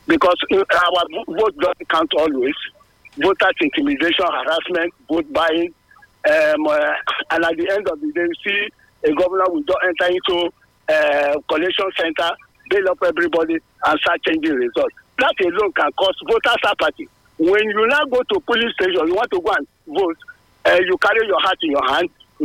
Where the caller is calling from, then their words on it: Benin City, Edo, Nigeria; I'm calling from Mission Road Market.